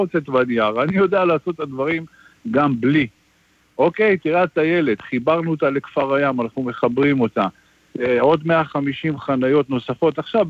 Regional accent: Hadera, Haifa District, Israel; born there; כאן נולדתי, כאן נולדו לי ילדיי

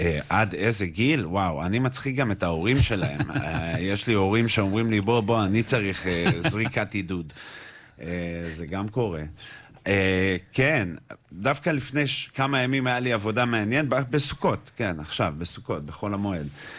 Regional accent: Jerusalem, Jerusalem District, Israel; אני מירושלים. אני אבא לארבעה ילדים.

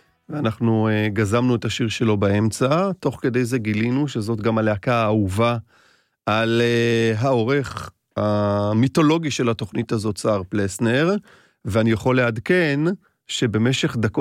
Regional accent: Tel Aviv, Tel Aviv District, Israel; כשהייתי נער ועבדתי בקונדיטוריה, מול הבית שלי בפלורנטין

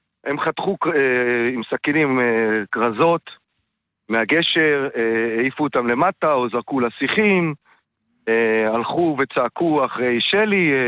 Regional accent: Kibbutz Dalia, Haifa District, Israel; אני מקיבוץ דליה.

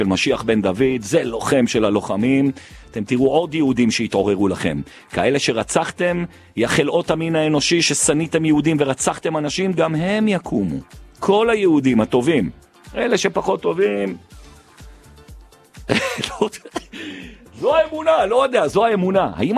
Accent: Jerusalem, Jerusalem District, Israel; כי גם אני ירושלמי.

